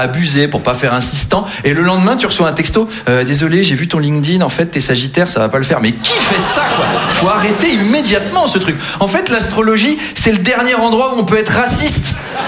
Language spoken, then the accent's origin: French; Versailles, Île-de-France, France; born or raised there